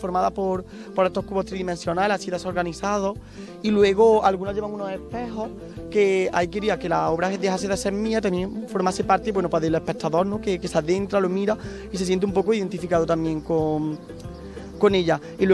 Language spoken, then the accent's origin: Spanish; Cañete de las Torres, Andalusia, Spain; espero que visitéis Cañita de las Torres, su festival Calle en Flor y bueno, pues, su gente y todo, que es mi pueblo